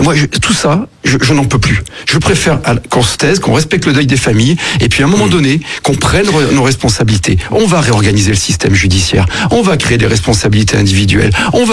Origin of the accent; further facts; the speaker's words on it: France; Nous allons payer tous, en tant que Français